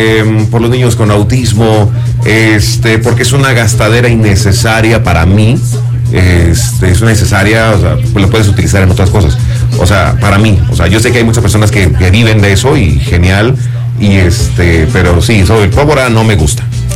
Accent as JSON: {"language": "Spanish", "country": "Mexico", "said": "Soy mexicano y no me gusta que la selección mexicana no llegue al"}